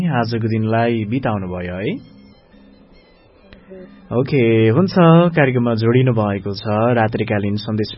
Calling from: Kathmandu, Bagmati, Nepal; हजुर काठमाडौँबाट

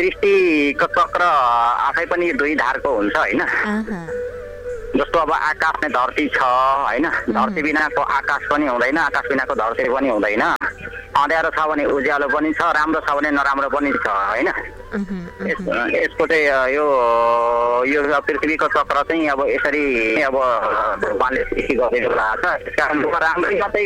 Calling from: Dharan, Koshi Province, Nepal; म पूर्वधरानबाट

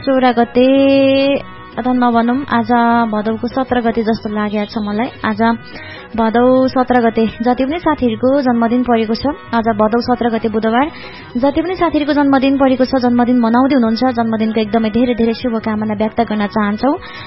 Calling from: Terhathum, Koshi Province, Nepal; तेह्रथुमबाट.

